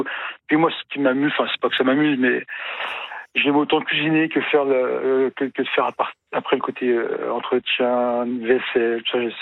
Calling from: Pays de la Loire, France; moi je suis sur le Maine-et-Loire

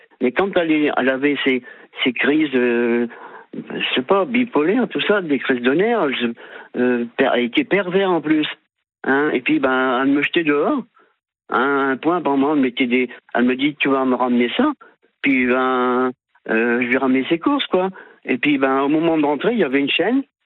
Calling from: Le Tréport, Normandy, France; moi, j'habite au Tréport, et j'ai pas de voiture.

